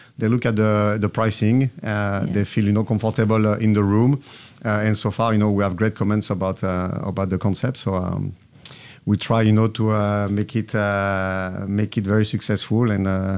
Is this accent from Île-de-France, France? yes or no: yes; Paris, Île-de-France, France; I'm from Paris. That's where I come from. Was born in Paris, raised in Paris, worked in Paris.